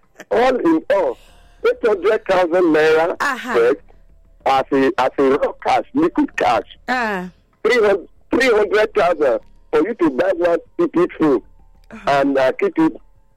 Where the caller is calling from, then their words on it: Zimbabwe; from Zimbabwe.